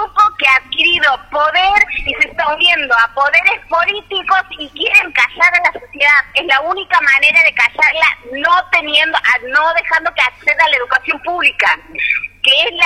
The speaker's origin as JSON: {"language": "Spanish", "region": "Catamarca", "country": "Argentina", "lives_now": "Santiago del Estero, Argentina", "said": "Me he recibido acá en la Universidad de Santiago del Estero. Vengo del interior de Catamarca."}